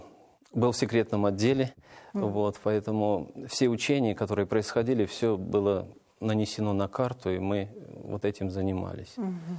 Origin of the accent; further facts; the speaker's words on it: Oryol, Oryol Oblast, Russia; born there; И так получилось, что все-таки Орел стал их пристанищем. Там я и родился.